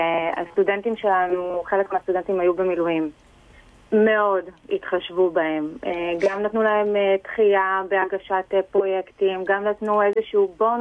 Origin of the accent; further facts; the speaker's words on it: Haifa, Haifa District, Israel; מקריית חיים.